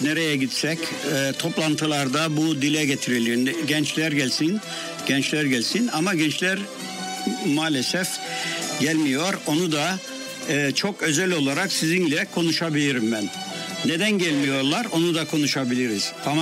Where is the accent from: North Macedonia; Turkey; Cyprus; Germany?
Cyprus; accent: Turkish Cypriot dialect; Biz kendi şivemizle, kendi dilimizle yayın yapıyoruz.